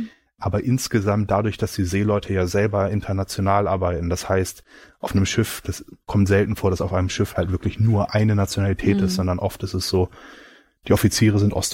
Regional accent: Germany

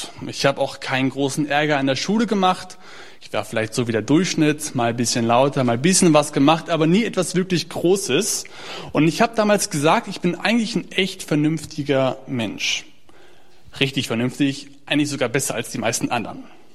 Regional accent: Detmold, North Rhine-Westphalia, Germany; born there; Ich bin schon hier in Detmold geboren worden

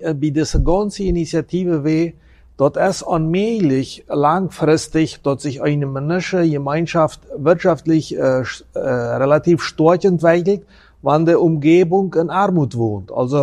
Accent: Friesland, San Pedro, Paraguay; also born or lived in Chaco; Also, ich komme ursprünglich aus Friesland.

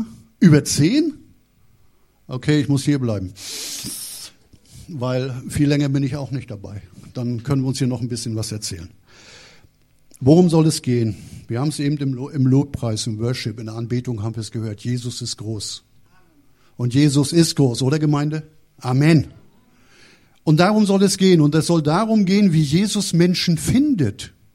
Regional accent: Mecklenburg-Vorpommern, Germany; In der DDR war er dann noch gründlicher und ich komme aus dem Bezirk Rostock und der war noch gründlicher und ich komme vom Darß und der war richtig gründlich.

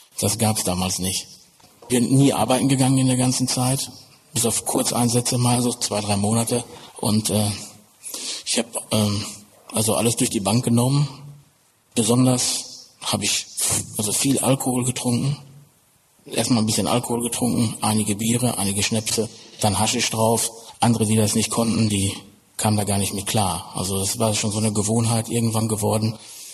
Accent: North Rhine-Westphalia, Germany; bin 41 Jahre alt. Ich bin aufgewachsen im Ruhrgebiet als Sohn eines Bergmanns

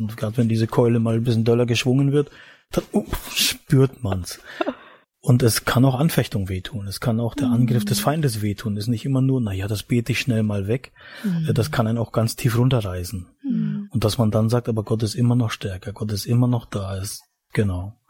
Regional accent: Mecklenburg-Vorpommern, Germany

